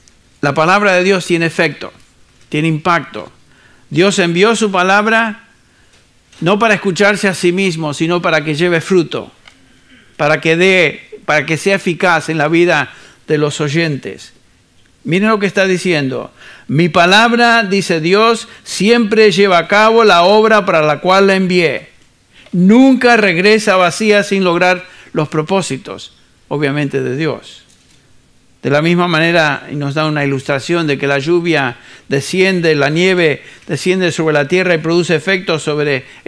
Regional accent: Argentina; moved away; also born or lived in Chile; allá en mi país de donde vine. Nací en otro país, pero me crié en Argentina. Nací en Chile

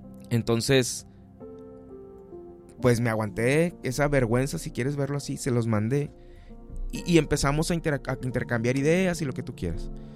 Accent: Mexico

